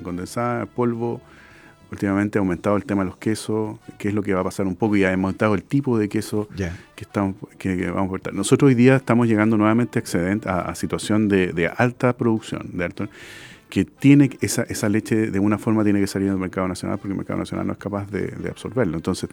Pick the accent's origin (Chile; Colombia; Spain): Chile